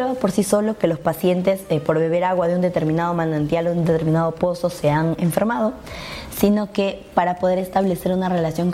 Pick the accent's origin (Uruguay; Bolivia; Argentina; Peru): Peru